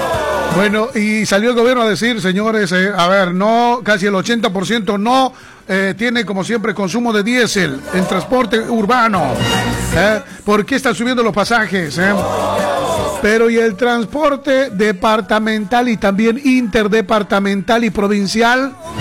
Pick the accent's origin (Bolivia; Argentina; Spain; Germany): Bolivia; acá no hay distinción porque todos somos bolivianos.